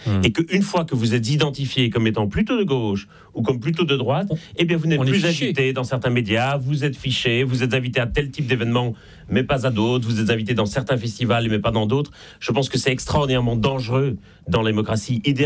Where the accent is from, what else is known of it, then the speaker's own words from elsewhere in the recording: Belgium; now in Paris, France; ça s'entend un peu d'ailleurs à mon accent. Je suis en Belgique et je ne suis pas né en France, même si j'y habite